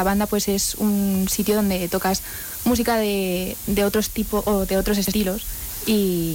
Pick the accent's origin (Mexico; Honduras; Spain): Spain; Toledo, Castilla-La Mancha; yo sí que soy de aquí, de Toledo